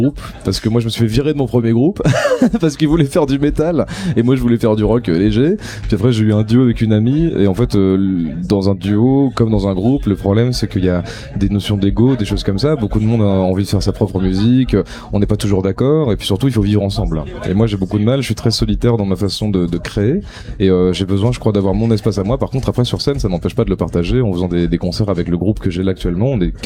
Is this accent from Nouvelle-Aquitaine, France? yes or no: no; Boulogne-sur-Mer, Hauts-de-France, France; moved away; Moi, je viens pas de Paris, je viens de Boulogne-sur-Mer